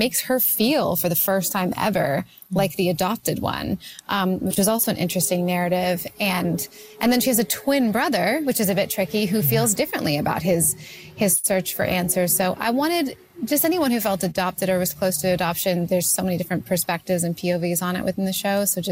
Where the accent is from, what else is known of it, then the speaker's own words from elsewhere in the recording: Canada; I am just always trying to set things in Canada about Canadians because I'm Canadian and like, why not?